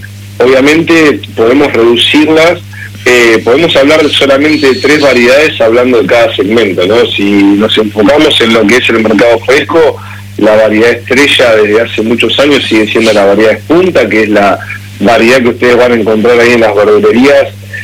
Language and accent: Spanish; Argentina